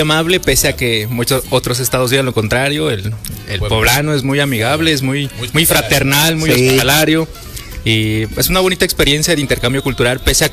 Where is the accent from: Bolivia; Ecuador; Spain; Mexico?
Bolivia; La Paz; moved away; Bueno, pues soy de La Paz, de la ciudad de La Paz.